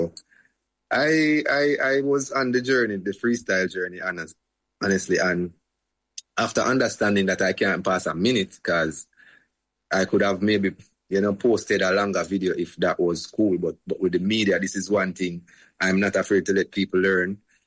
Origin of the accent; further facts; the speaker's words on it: Jamaica; I'm going to represent this one word as a Jamaican, you know, because I guess people just often see the bad from it if they're not open-minded enough.